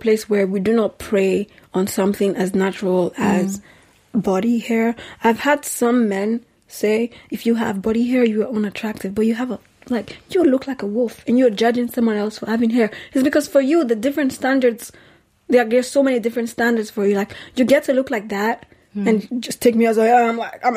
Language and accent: English; Nigeria; born or raised there; moved away